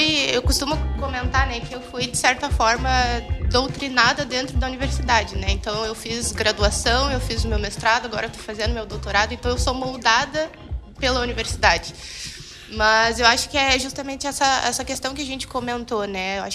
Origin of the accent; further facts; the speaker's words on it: Rio de Janeiro, Brazil; now in Rio Grande, Brazil; Não, eu sou do Rio de Janeiro, mas estou aqui em Rio Grande desde 2018.